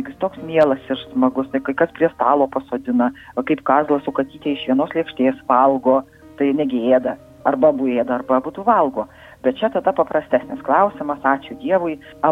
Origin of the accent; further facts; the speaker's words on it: Samogitia, Lithuania; man kaip žemaitė yra labai lengva, nes pas mus ir žmonės ėda